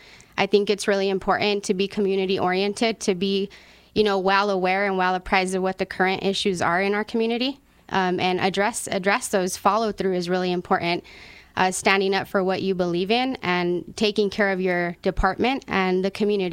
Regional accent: Las Cruces, New Mexico, United States; first language Spanish; English is a second language; I am a first-generation American, raised right here in Las Cruces. My mother is from Chihuahua, Mexico

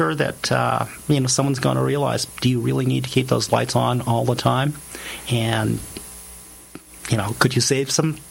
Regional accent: Las Cruces, New Mexico, United States; Growing up in Las Cruces, I realize now that I had a different childhood. So I grew up around the university.

